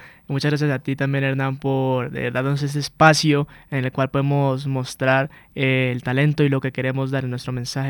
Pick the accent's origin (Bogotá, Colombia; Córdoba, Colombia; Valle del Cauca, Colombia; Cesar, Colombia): Valle del Cauca, Colombia; Buenaventura; also born or lived in Cali; Prácticamente, nosotros nacimos en Cali, pero hemos vivido toda nuestra vida en Buenaventura, desde muy chiquitos, desde menos del año hemos estado en Buenaventura, y llevamos el nombre de nuestra ciudad prácticamente con nosotros, para todo el mundo.